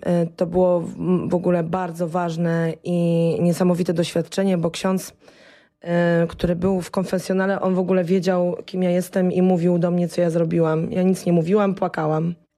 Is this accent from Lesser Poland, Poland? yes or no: yes; Nowy Targ, Lesser Poland, Poland; born there; jestem z małego miasta, na Podhalu, Nowy Targ.